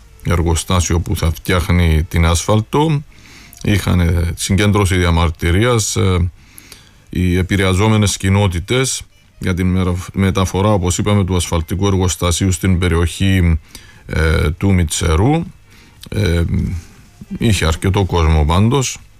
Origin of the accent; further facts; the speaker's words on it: Agios Epiktitos, Kyrenia District, Cyprus; moved away; είναι και του Αγίου Επιχτήτου που είναι το χωριό μου.